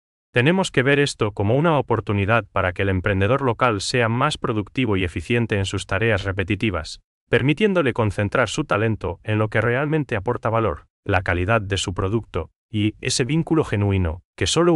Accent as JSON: {"language": "Spanish", "country": "Paraguay", "said": "ese toque humano que nos identifica como paraguayos"}